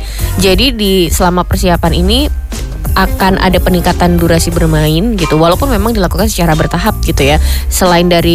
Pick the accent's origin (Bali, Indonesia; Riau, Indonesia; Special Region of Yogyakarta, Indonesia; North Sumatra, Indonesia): Special Region of Yogyakarta, Indonesia; Saya sebagai warga Maguwoharjo